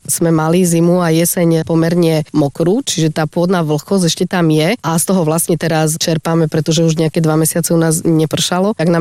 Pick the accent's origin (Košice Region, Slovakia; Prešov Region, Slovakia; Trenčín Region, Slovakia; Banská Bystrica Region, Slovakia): Košice Region, Slovakia; Michalovce; moved away as an adult; Ja som Michalovčanka.